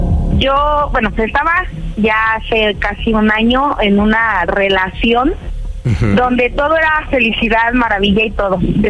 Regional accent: Morelia, Michoacán, Mexico; now in State of Mexico, Mexico; yo tengo 31, soy originaria de Michoacán, de Morelia, pero ahorita vivo aquí en el Estado de México.

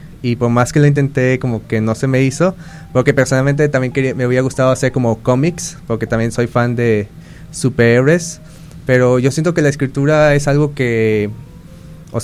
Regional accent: Guadalajara, Jalisco, Mexico; born there; also born or lived in United States / Ahuatlán; now in Bahía de Banderas, Mexico; He venido de muchas partes. Por ejemplo, nací en Guadalajara. Después me vine a Estados Unidos. Viví un tiempo en Ahuatlán y ya tengo mis años en Bahía de Banderas.

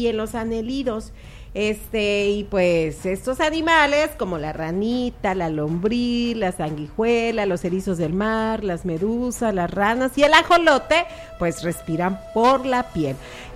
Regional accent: Tecuala, Nayarit, Mexico; Pues somos de Tecuala.

